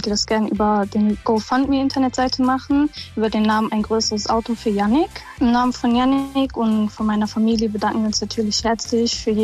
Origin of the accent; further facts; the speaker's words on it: Stolberg, North Rhine-Westphalia, Germany; ich komme aus Stolberg